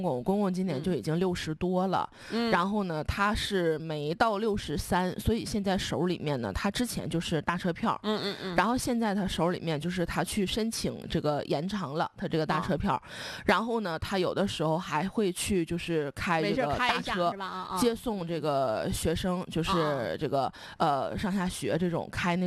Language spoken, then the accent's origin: Chinese; China; 我们中国人一生最怕的好像就是考试了